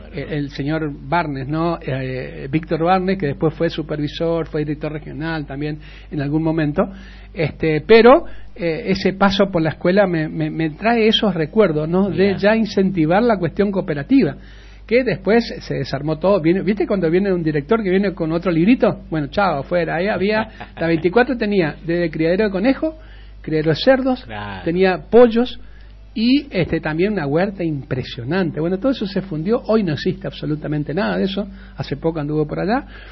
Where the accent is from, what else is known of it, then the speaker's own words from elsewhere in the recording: Charadai, Chaco, Argentina; moved away; en Charaday, mi pueblo querido, que siempre lo recuerdo